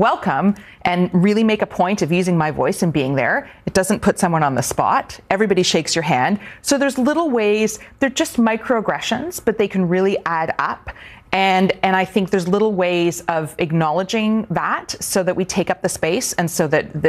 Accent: Canada; moved away as an adult; now in Iceland; I grew up in Canada

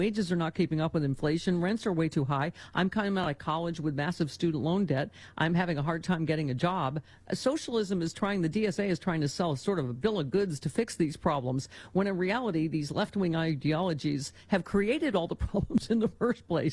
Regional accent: Buffalo, New York, United States; now in Los Angeles, United States; I grew up in Buffalo.

